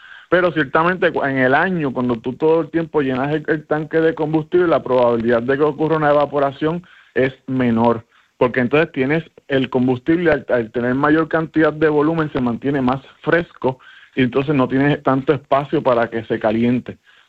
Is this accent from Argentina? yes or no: no; Ponce, Puerto Rico; Sí, yo soy de Ponce.